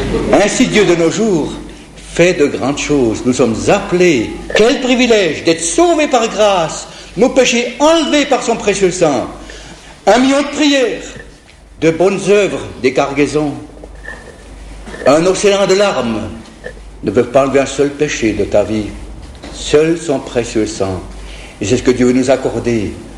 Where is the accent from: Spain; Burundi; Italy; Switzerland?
Italy; now in Paris, France; puisque je suis italien. À Paris chez moi, à domicile